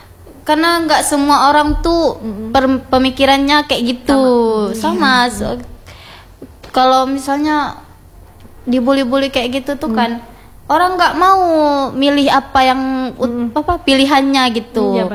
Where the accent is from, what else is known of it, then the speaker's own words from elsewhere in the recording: Aceh, Indonesia; Bahkan kami sebagai orang Simalu aja ada yang masih